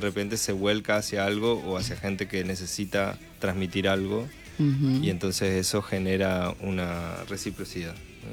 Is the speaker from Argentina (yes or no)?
yes; Corrientes, Argentina; now in Paraguay; Yo vengo de Corrientes, después me fui por muchos lugares y volví, y luego, como mi madre y toda mi familia es paraguaya, me vine acá